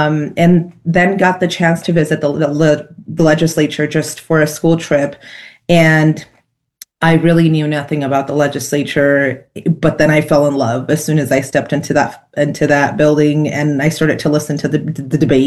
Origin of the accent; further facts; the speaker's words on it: New Mexico, United States; now in Senate District 9, New Mexico, United States; I grew up in the North Valley and in Southside Santa Fe. But I became the first person in my family to purchase a home. And that was in Senate District 9